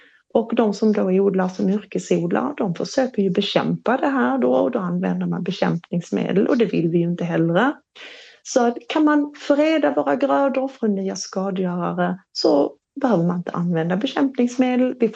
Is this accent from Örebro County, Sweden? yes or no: no; Skåne, Sweden; Och jag är ju uppväxt i Skåne med stora fantastiska almar.